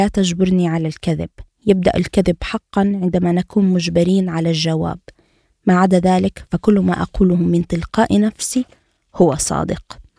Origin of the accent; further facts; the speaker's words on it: Aleppo, Aleppo Governorate, Syria; إذا سأل من وين أنت وقلت من سوريا، بيرجع بيقول من وين من سوريا، وإذا قلت من حلب